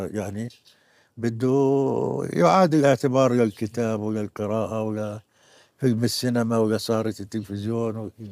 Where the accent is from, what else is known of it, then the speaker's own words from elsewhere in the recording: Palestine; فإحنا اثنين يعني عرفوا إنه إحنا فلسطينيين.